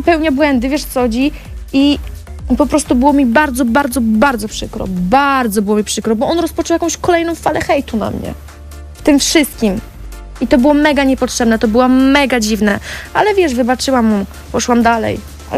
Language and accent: Polish; Marki, Masovian Voivodeship, Poland; Wiesz co, ja jestem z Marek Stary.